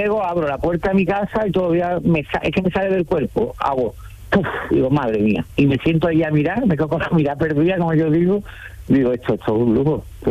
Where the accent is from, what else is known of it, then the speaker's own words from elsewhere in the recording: Montequinto, Andalusia, Spain; Yo soy de toda la vida de Dios, de Montequinto.